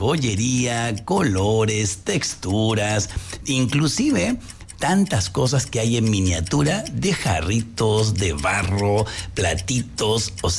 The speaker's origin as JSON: {"language": "Spanish", "country": "Chile", "moved": "yes", "lives_now": "Mexico", "said": "más allá de que sea extranjero, que soy más mexicano, soy el chileno más mexicano de México, la verdad. Ya 29 años me abrazan México"}